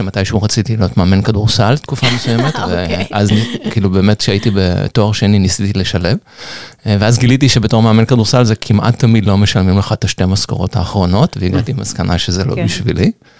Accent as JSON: {"language": "Hebrew", "town": "Holon", "region": "Tel Aviv District", "country": "Israel", "tie": "born or raised there", "said": "גדלתי בחולון, היו בחינות לילדים כדי שהם יוכלו לעשות קורסים אחר הצהריים"}